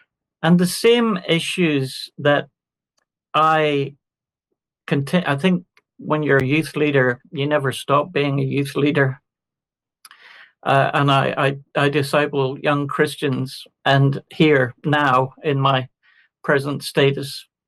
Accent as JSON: {"language": "English", "town": "Glenavy", "region": "Northern Ireland", "country": "United Kingdom", "tie": "born or raised there", "said": "I was born and brought up in Glenavian, County Antrim."}